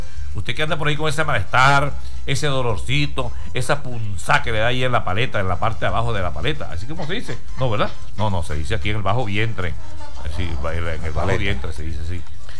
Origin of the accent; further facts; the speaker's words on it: Venezuela; el béisbol venezolano nuestro